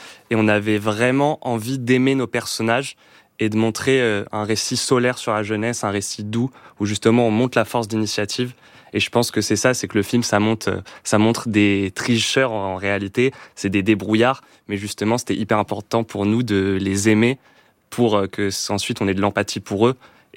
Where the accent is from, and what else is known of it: Nantes, Pays de la Loire, France